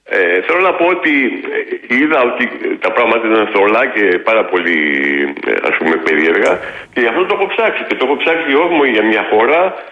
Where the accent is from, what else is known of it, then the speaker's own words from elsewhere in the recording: France; moved away as an adult; now in Greece; μεγάλωσα στη Γαλλία.